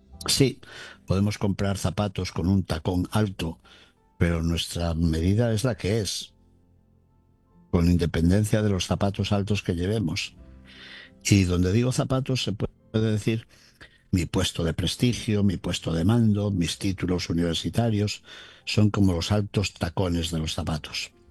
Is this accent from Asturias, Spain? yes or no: no; León, Castile and León, Spain; Esto lo he visto en mi tierra, en el camino que conduce de la ciudad de León al seminario menor.